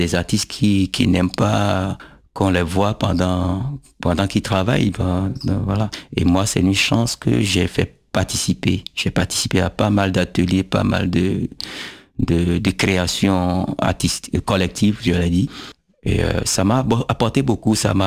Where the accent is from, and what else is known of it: Benin